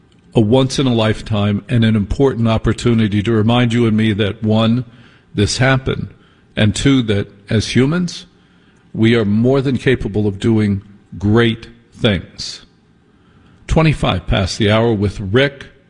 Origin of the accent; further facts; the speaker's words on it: Maplewood, United States; In the town I grew up in Maplewood, you were not allowed to put those cans in the driveway or on the curb.